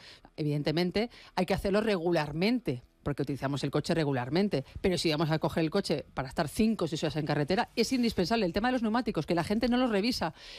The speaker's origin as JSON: {"language": "Spanish", "town": "Valladolid", "region": "Castile and León", "country": "Spain", "moved": "yes", "said": "Valladolid, que es mi tierra."}